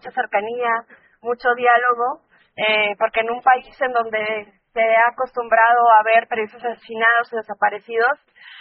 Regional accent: Chihuahua, Mexico; vengo del estado de Chihuahua. Allá tenemos también 23 desaparecidos asesinados y asesinadas de 2000 a la fecha

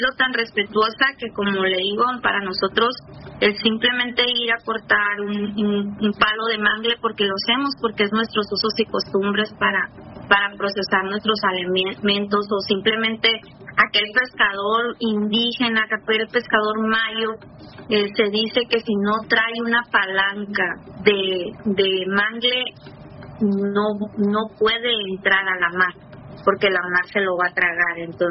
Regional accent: Sinaloa, Mexico; la subsistencia que hemos tenido los mayos yoremes

